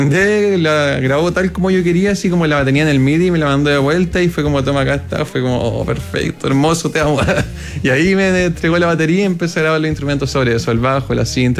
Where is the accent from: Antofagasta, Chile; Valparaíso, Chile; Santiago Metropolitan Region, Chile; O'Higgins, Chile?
O'Higgins, Chile; Rancagua; also born or lived in Machalí; Vengo de Rancagua exactamente.